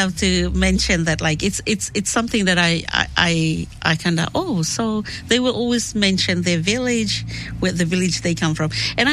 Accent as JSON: {"language": "English", "country": "Solomon Islands", "said": "because us in the Solomons will say, oh, I'm from the Solomons"}